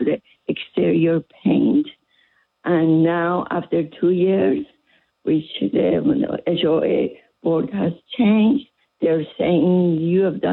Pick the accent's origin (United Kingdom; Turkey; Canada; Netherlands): Turkey; now in California, United States